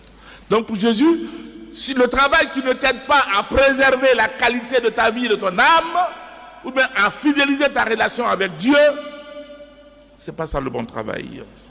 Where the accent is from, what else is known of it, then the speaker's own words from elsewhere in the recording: Côte d’Ivoire; Chez nous, en Côte d'Ivoire, c'est ça, on dit, faut pas rire dans la bouche de celui qui grille arachide, c'est ça que ça veut dire.